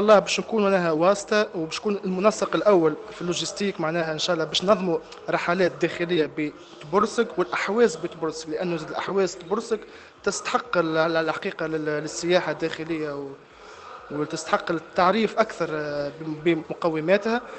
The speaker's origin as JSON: {"language": "Arabic", "country": "Tunisia", "tie": "born or raised there", "said": "في رحاب مدينة بورسك، وين تربيت وين كبرت وين لعبت وين قريت، هذا كما نقولوا منطقتي ومسقط رأسي والكل. … يعرفوني المحليين في المنطقة هذه 25 سنة."}